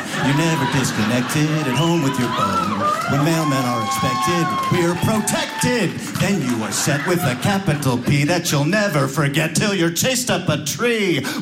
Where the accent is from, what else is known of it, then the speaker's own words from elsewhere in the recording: San Francisco, California, United States; So a lot of you can tell I'm originally from San Francisco.